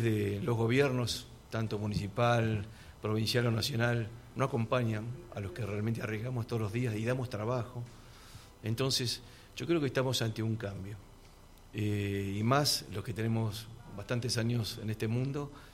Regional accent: Argentina; now in Cipolletti, Argentina; yo soy de Buenos Aires, pero hace 44 años que estoy acá, y antes estaba en el cemento, en el hormigón, y hoy en día estoy rodeado de chacras

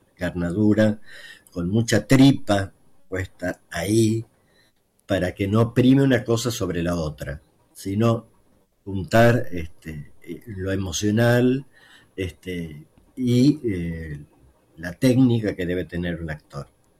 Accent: Santa Fe, Argentina; moved away as an adult; also born or lived in Buenos Aires; Santa Fe, capital de donde soy, donde estoy ahora, de nuevo

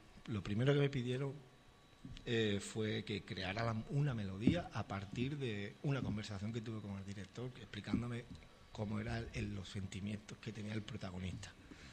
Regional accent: Sanlúcar de Barrameda, Andalusia, Spain; el orgullo que siento estos días de haber nacido en este pueblo

